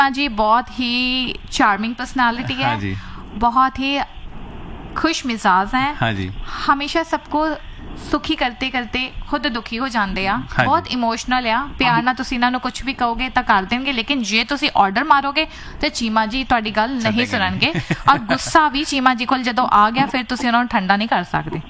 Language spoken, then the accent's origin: Punjabi; Amritsar, Punjab, India; ਮੈਂ ਵੀ ਅੰਮ੍ਰਿਤਸਰ ਤੋਂ ਆ। ਪਿਛਲੇ ਹਫਤੇ ਵੀ ਫਲੂਦਾ ਬਹੁਤ ਮਿਸ ਕੀਤਾ ਅੰਮ੍ਰਿਤਸਰ ਦਾ, ਅਸੀਂ ਅਜੇ ਜਾ ਨਹੀਂ ਸਕਦੇ ਅੰਮ੍ਰਿਤਸਰ